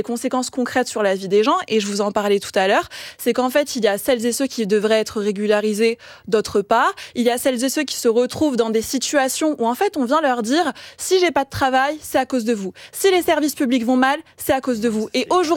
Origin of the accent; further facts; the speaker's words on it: France; born there; mais je suis née en France et je ne suis pas immigrée.